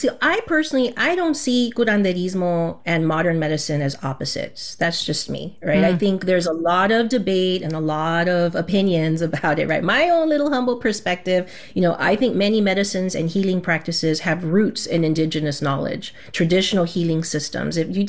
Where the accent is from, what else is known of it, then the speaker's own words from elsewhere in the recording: United States; And then Chicana, I was technically, born and raised in the United States. So I have all of these, how do we say, like multicultural identities, right, that are fluid through me.